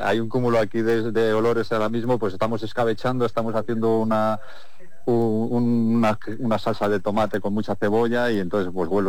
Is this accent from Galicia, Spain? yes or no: no; Zamora, Castile and León, Spain; Sí, soy de Zamora, sí.